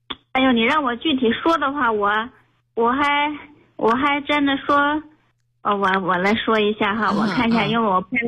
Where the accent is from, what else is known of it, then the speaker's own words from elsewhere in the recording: China; 像我们老家旁边就是在那叫什么吕梁，很近的